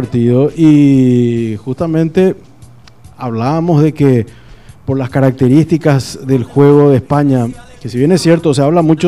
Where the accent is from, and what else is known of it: Paraguay